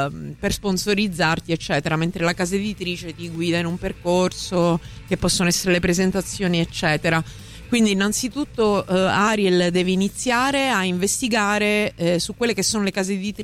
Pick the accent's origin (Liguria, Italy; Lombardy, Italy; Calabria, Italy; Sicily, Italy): Sicily, Italy; Messina; accent: Messinese; moved away as an adult; now in Rome, Italy; io sono arrivata a Roma nel 2014, sono siciliana, messinese, come si può sentire dall'accento, perché ha l'orecchio allenato a sentire il messinese.